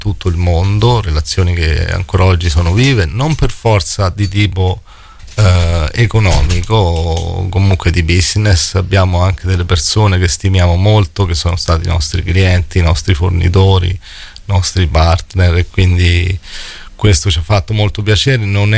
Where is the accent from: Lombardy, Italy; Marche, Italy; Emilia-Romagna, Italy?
Marche, Italy; Per quanto mi riguarda, sono marchigiano, siamo abituati a lavorare molto a testa bassa